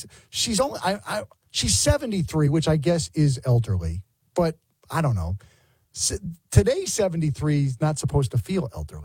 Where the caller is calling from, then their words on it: South Carolina, United States; I'm talking from South Carolina, so I don't know.